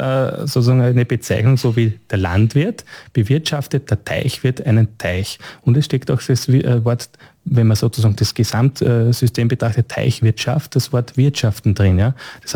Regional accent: Litschau, Lower Austria, Austria; Naja, ich bin im Waldviertel aufgewachsen, im nördlichen Waldviertel, genau genommen in der nördlichsten Stadt Österreichs, in Litscha.

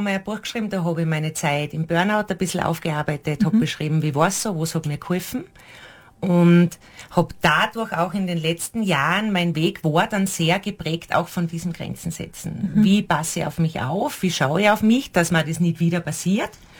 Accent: Admont, Styria, Austria; bin 38 Jahre alt, komme aus Admont

